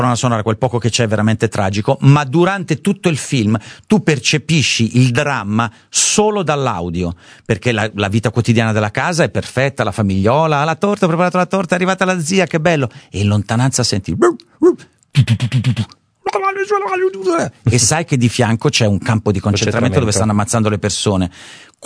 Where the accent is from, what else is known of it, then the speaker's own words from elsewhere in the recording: Southern Italy, Italy; Diciamo che sono un terrone, sono uno di quei vecchi dei ancora sopravvissuti